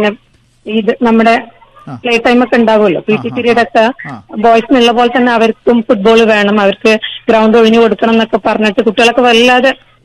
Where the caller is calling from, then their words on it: Malappuram, Kerala, India; ഞാന് ഒരു അധ്യാപികയാണ്, മലപ്പുറം GPS വലിയോറ ഉള്ള അധ്യാപികയാണ്.